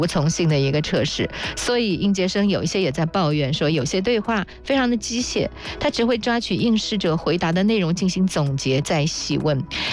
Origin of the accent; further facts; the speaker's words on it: Shaoxing, Zhejiang, China; 因为我是来自于臭豆腐的故乡。我是来自绍兴，绍兴的油炸臭豆腐是非常的著名的